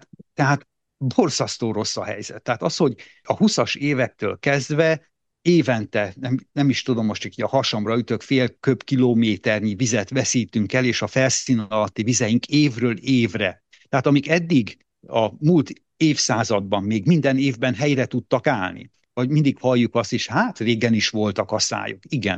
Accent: Hungary; mi mint közösség, mi mint magyar nemzet, magyar állampolgárok

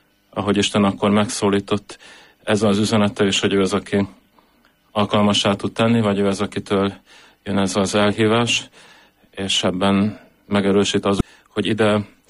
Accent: Budapest, Hungary; born or raised there

